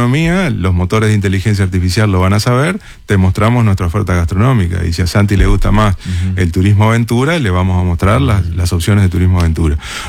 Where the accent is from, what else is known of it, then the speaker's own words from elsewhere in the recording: Salto, Uruguay; yo soy de Salto